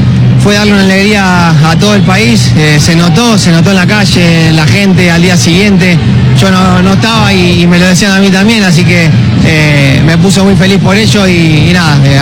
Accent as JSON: {"language": "Spanish", "country": "Argentina", "said": "Es decisión de él sabrá qué es lo que quiere, pero obviamente como argentino me gustaría que siga."}